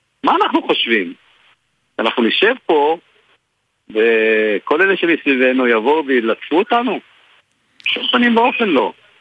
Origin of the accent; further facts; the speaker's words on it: Northern District, Israel; אני גדלתי בצפון דרך כלל, אני נולדתי במושב זה אליעזר וגדלתי והתחנכתי שם